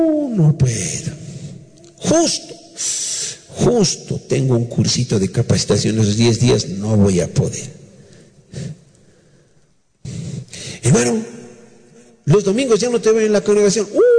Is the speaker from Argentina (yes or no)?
no; Venezuela; moved away; Así que por eso salimos de Venezuela.